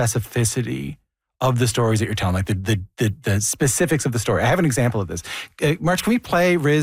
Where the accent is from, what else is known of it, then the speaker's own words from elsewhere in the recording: Newfoundland and Labrador, Canada; who comes from a very different story growing up in Newfoundland than you did